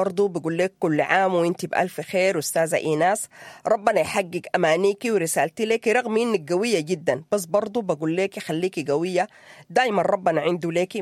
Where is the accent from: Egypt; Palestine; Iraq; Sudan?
Sudan; moved away